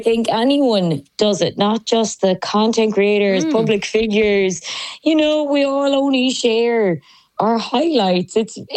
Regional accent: County Waterford, Ireland; also born or lived in Cork; now in Dublin, Ireland; I moved up from Cork to Dublin, and I'm originally from Waterford, like down near Dungarvan.

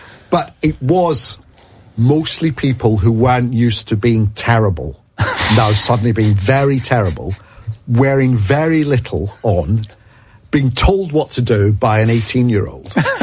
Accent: Scotland, United Kingdom; So, you know, being Scottish... I will be Scottish and Italian, you know, I've got the best of both.

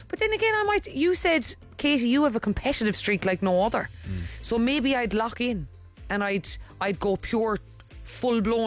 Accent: Munster, Ireland; Oh, I'm from Kerry.

